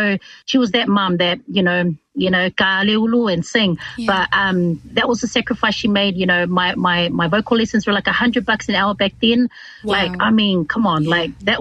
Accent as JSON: {"language": "English", "country": "Samoa", "said": "I come from Samoa, the villages, Nu'usutia Safata, Gingikua, Mota'a, Iwa Savai, and also Faliliman Iwa."}